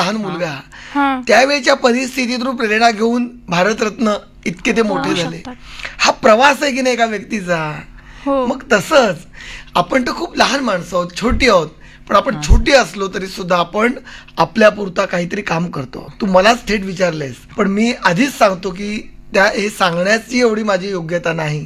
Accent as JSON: {"language": "Marathi", "town": "Aurangabad", "region": "Maharashtra", "country": "India", "tie": "born or raised there", "said": "औरंगाबादला माझं बरंच बालपण गेलं औरंगाबादला"}